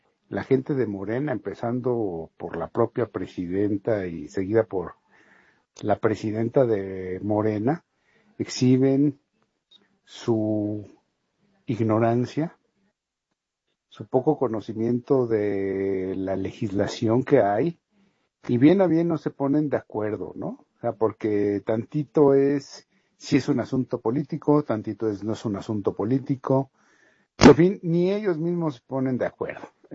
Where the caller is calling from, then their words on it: Mexico; de México.